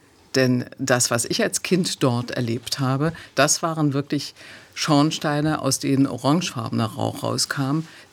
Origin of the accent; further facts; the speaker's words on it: Greppin, Saxony-Anhalt, Germany; also der schmutzigste Ort liegt zwischen Wolfen und Bitterfeld, also da wirklich original da, wo ich herkomme. Grappin.